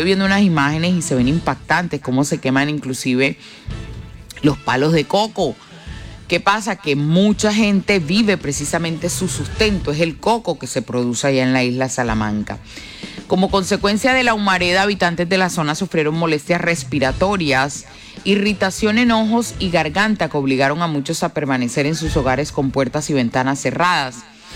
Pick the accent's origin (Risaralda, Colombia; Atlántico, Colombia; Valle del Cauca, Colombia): Atlántico, Colombia; Barranquilla; somos nosotros los barranquilleros